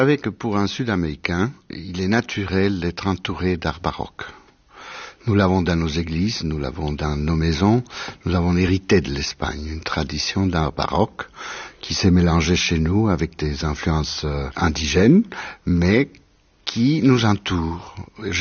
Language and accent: French; Colombia; malheureusement, il n'y avait pas de clavecin chez nous, en Colombie, à l'époque.